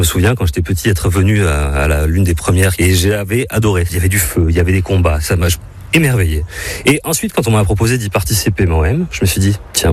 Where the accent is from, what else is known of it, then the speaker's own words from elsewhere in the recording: Bordeaux, Nouvelle-Aquitaine, France; J'ai 36 ans, je suis né à Bordeaux. Je suis vraiment un enfant du pays.